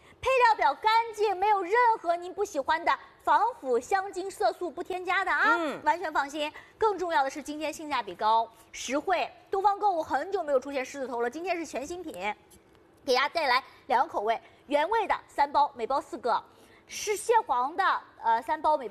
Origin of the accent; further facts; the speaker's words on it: Shanghai, China; 我们上海人很喜欢的，对不对？我刚想拽一句上海话，阿拉上海你老欢喜啊！